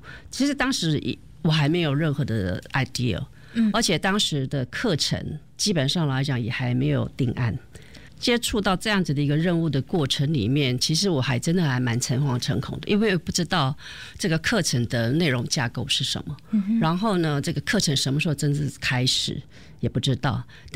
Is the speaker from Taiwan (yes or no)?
yes; Hualien, Hualien County, Taiwan; 那我是花莲出生长大的孩子，慈济在花莲或在台湾它算是一个很重要的一个精神指标，那我身为一个花莲人